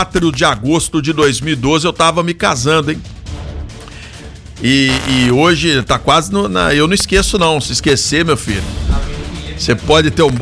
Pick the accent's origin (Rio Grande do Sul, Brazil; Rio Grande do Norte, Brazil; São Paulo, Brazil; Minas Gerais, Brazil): Minas Gerais, Brazil; Coronel Fabriciano; Eu sou de Fabri.